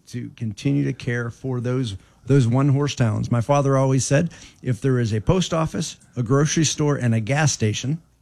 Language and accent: English; Greenville, Pennsylvania, United States; I was born and raised in Greenville.